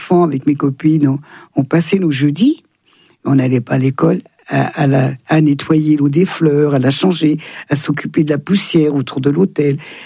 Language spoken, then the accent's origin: French; Thonon-les-Bains, Auvergne-Rhône-Alpes, France; born there; Je suis née à Thonon.